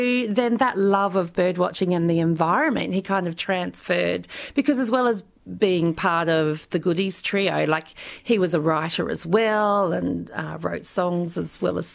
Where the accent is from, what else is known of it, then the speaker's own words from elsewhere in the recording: South Australia, Australia; growing up in the Riverland in the 70s and 80s